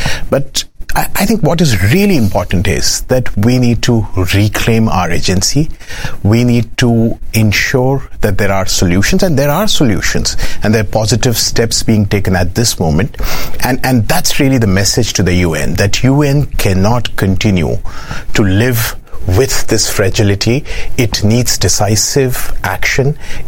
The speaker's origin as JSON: {"language": "English", "country": "India", "said": "whether I come from India, so I've seen movements in Sri Lanka, in Bangladesh, in Nepal, changing regimes."}